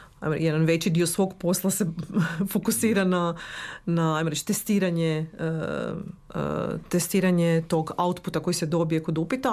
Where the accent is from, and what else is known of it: Croatia